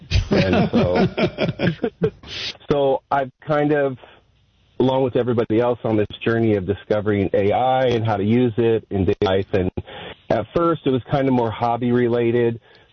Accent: California, United States; now in Michigan, United States

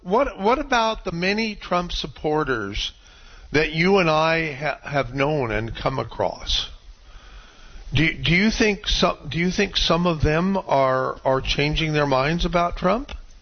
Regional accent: United States; born there; Well, I was born in America, Johnny.

